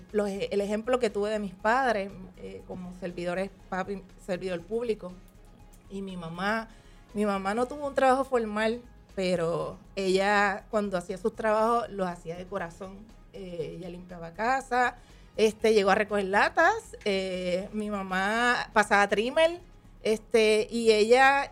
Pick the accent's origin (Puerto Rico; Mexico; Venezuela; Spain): Puerto Rico; Luquillo; born or raised there; also born or lived in Fajardo, Puerto Rico